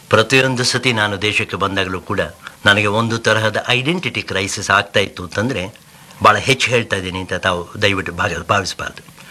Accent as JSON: {"language": "Kannada", "region": "Karnataka", "country": "India", "tie": "born or raised there", "moved": "as an adult", "said": "ನಾನು ಕನ್ನಡಿಗ, ಹುಟ್ಟಿ ಬೆಳೆದಿದ್ದು ಕನ್ನಡ ದೇಶದಲ್ಲಿ"}